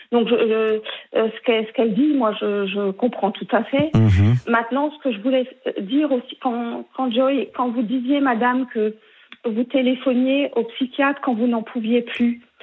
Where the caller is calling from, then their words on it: Grand Est, France; je suis en Alsace.